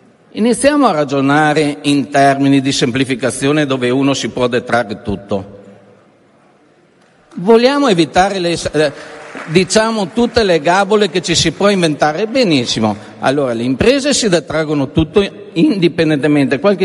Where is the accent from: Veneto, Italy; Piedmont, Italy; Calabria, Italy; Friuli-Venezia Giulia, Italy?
Veneto, Italy; io vengo dal Veneto, noi abbiamo un problema fondamentale nelle regioni di confine.